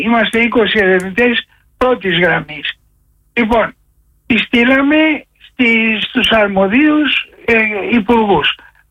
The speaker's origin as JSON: {"language": "Greek", "country": "Egypt", "said": "στην πατρίδα μου την Αίγυπτο"}